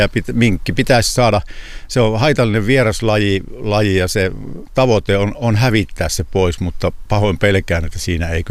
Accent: Central Finland, Finland; Meillä Keski-Suomessa

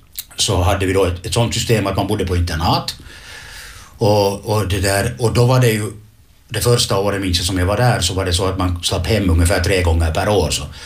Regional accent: Leksvall, Uusimaa, Finland; born there; now in Helsinki, Finland; jag föddes i Leksvall mellan Ekenäs och Hange.

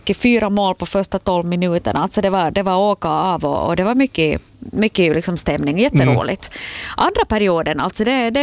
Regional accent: Vaasa, Ostrobothnia, Finland; born there; jag bor ju i Vasa, jag är nästan född i Vasa ishall

